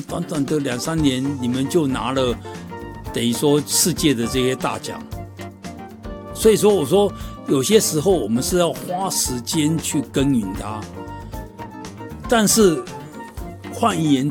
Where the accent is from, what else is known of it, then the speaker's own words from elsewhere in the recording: China; 我们中国人常常讲的春天撒种，秋天收割，这个是不变的自然的一个定律